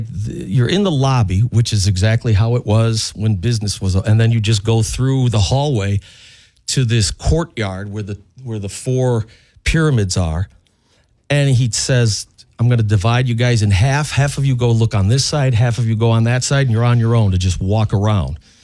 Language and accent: English; United States; we're from the Quad Cities.